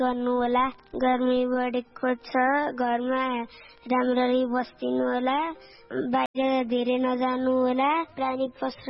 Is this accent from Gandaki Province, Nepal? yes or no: yes; Bel Chautara, Gandaki Province, Nepal; बेल चौतारा।